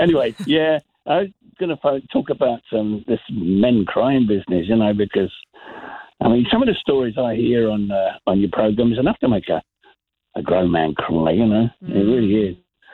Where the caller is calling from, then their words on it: Dundee, Scotland, United Kingdom; I'm finally from Dundee.